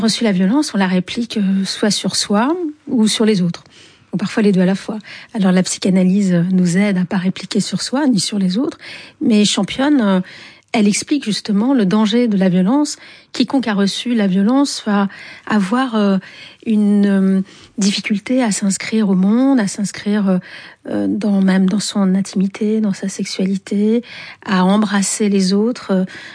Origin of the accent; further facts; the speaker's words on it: Algiers, Algiers Province, Algeria; parce que j'ai grandi à Alger, qui est un pays très viril, masculin.